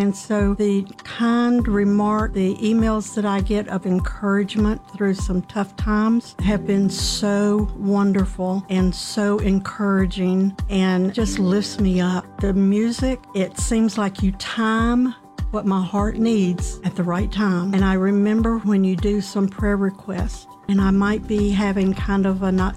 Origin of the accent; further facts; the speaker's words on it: Monroe, North Carolina, United States; I am from Monroe, North Carolina.